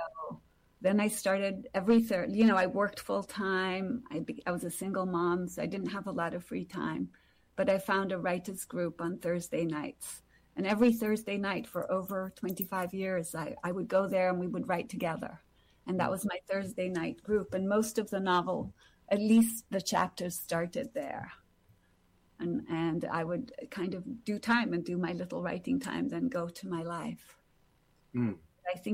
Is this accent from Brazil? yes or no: yes; Brazil; I think growing up in Brazil, which is a country full of inequalities